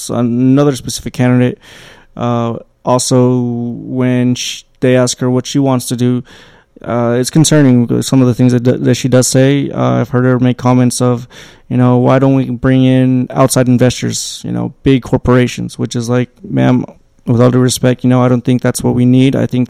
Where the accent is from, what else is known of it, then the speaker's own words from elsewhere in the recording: Little Rock, Arkansas, United States; I'm also from here. You know, I'm from Southwest Little Rock. I'm born and raised here my whole life